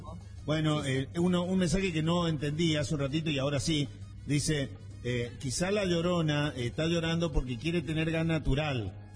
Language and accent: Spanish; Real del Padre, Mendoza, Argentina; Yo vengo de Real del Padre, las historias que he escuchado entre Real del Padre y Montecomán, tremendo, tremendo.